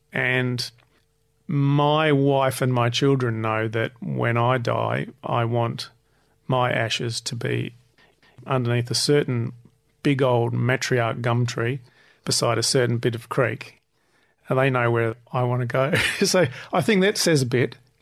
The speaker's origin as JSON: {"language": "English", "town": "Blackwood", "region": "South Australia", "country": "Australia", "tie": "born or raised there", "said": "I grew up at Blackwood in the Adelaide Hills in the 60s and 70s."}